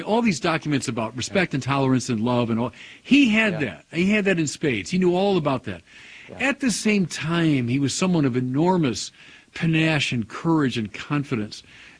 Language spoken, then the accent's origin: English; United States; both as an American who reverences the First Amendment and as a Catholic who reverences dignitatis humanae.